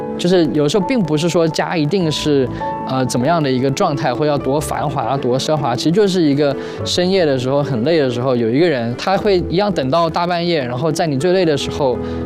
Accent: Taipei, Taiwan; now in Beijing, China

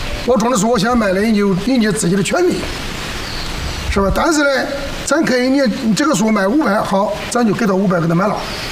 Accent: China; 我这个从小就在这个张四沟长大的。

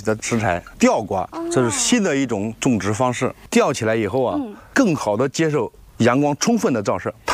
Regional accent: Kaifeng, Henan, China; 这就是我们开封人的乡愁荆芥。

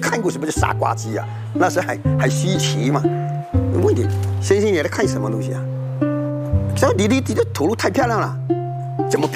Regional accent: China; 我是土生土长

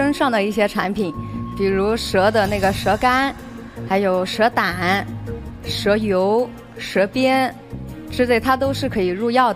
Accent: Guilin, Guangxi, China; 广西桂林。

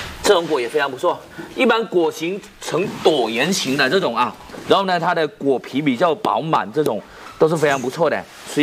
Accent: Hainan, China; 我们海南这边

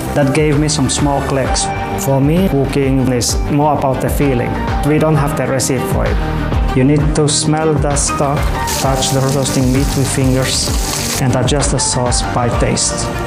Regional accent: Finland; I feel lucky with the Chinese ingredients because I'm from Finland.

